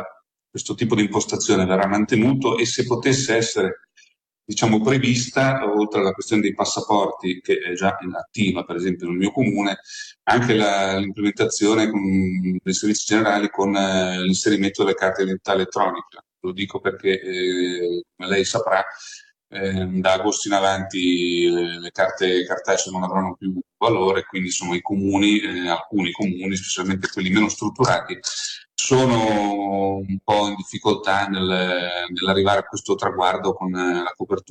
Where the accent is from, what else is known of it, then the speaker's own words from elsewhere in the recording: Liguria, Italy; vengo dalla Liguria